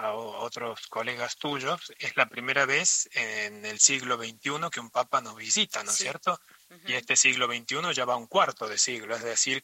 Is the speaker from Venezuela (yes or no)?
no; Córdoba, Argentina; now in Italy; Soy cordobés, y no sé si se siente la tona.